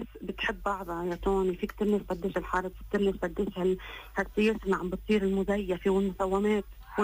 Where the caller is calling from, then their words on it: South Lebanon, Lebanon; من الجنوب